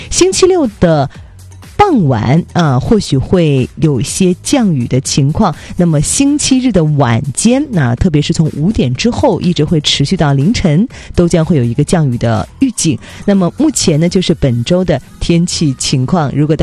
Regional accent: Northeast China, China; 这才是咱们东北人比较熟悉的夏天的温度。

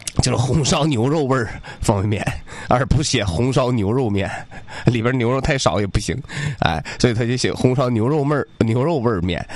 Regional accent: Liaoyang, Liaoning, China; 我们辽阳，我老家辽阳的，我们老家辽阳的纺织业就很发达

